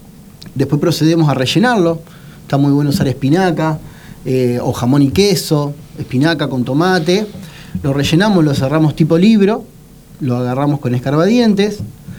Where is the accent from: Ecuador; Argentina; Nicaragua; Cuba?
Argentina; Y si somos argentinos